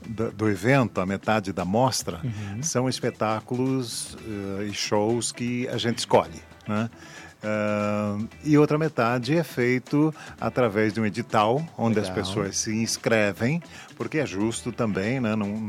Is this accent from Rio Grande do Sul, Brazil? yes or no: no; Lapa, Paraná, Brazil; born there; moved away; eu vim da Lapa. Eu criava porco, criava galinha, plantava milho e abóbora com meu pai.